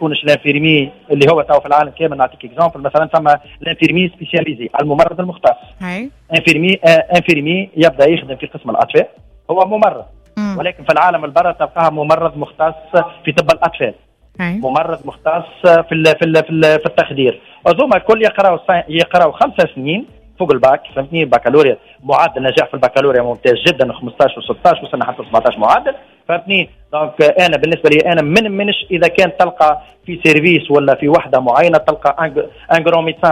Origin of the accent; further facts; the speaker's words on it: Tunisia; عندنا في تونس